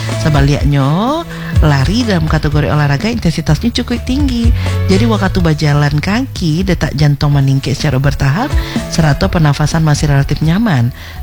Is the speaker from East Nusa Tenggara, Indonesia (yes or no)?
no; West Sumatra, Indonesia; Seharusnya bentuk itu filosofi dan kita pegang sebagai orang Minang.